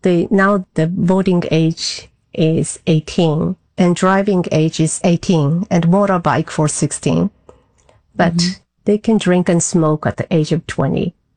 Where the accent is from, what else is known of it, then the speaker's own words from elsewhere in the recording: Japan; also born or lived in Canada; Since this is my home country and I have lived here for almost entire my life